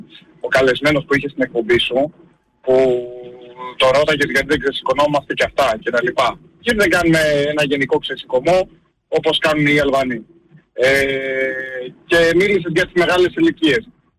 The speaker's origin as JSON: {"language": "Greek", "town": "Peristeri", "region": "Attica", "country": "Greece", "said": "Ναι, από Περιστέρι."}